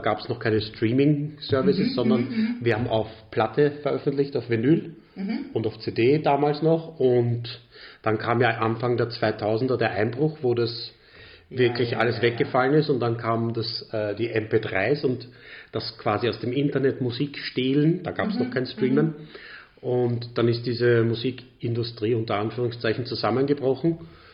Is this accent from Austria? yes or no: yes; Vienna, Austria; born there; also born or lived in Anatolia, Turkey; Mit 18 Monaten bin ich am Flughafen Schwechat gelandet. Mein Vater war schon hier und hat uns dann nachgeholt, die Mama und mich und seine zwei Geschwister, die bei uns gelebt haben. Und seitdem bin ich eigentlich in Wien.